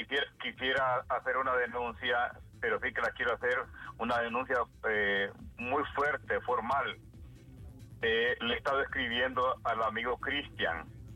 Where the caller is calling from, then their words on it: Tegucigalpa, Francisco Morazán, Honduras; yo vivo en la Flor del Campo.